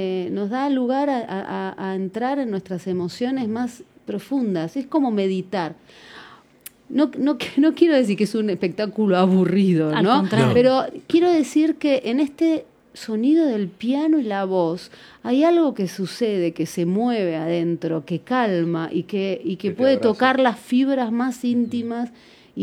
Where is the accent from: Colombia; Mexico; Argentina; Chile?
Argentina; siendo yo argentina y sin hablar inglés, como como mi segunda lengua. Yo conocía, entendía, podía hablar un poco, pero no ni lo pronunciaba exactamente prolijamente bien